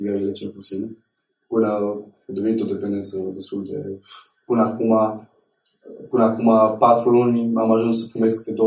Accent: Drobeta-Turnu Severin, Mehedinți County, Romania; born there; Eu m-am născut în Turnu Severin, undeva pe lângă Turnu Severin, într-un sat.

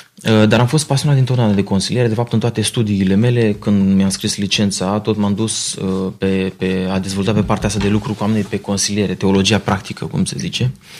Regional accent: Romania; Pentru noi ca români nu avem o istorie foarte veche cu legată de consiliere

